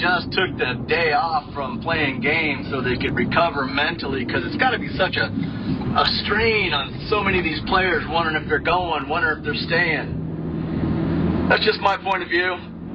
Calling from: Lakeside, California, United States; from Lakeside.

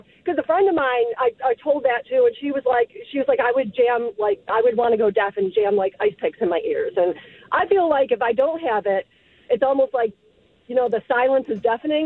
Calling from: Jacksonville, Florida, United States; I'm sunny Jacksonville, Florida.

